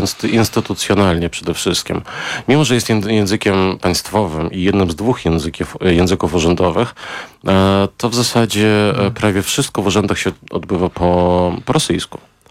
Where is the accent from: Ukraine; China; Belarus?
Belarus; Polish is a second language; Tak, jest to pewne zamanifestowanie tego, że jestem Białorusinem, nie jestem częścią ruskiego miru.